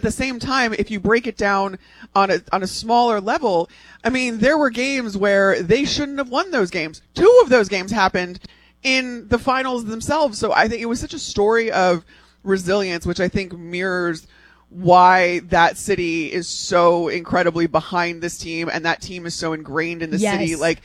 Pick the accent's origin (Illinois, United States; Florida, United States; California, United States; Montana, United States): Illinois, United States; Chicago; And maybe that's someone, you know, growing up in Chicago that like, I didn't grow up in New York